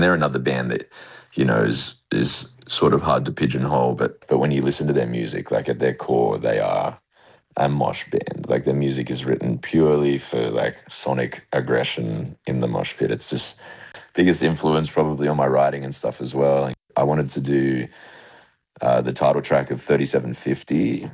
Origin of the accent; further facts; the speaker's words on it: Tamworth, New South Wales, Australia; I grew up in Tamworth, which is like a country town of 50,000 people, doesn't really have a scene or anything like that.